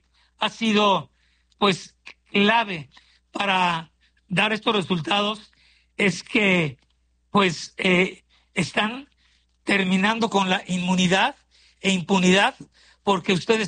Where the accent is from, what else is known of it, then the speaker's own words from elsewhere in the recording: Mexico City, Mexico; como chilangos que somos